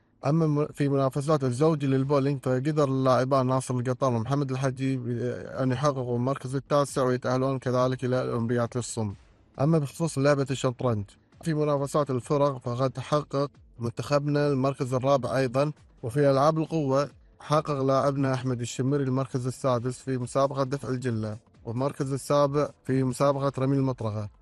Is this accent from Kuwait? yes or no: yes; Kuwait; ديرتنا الكويت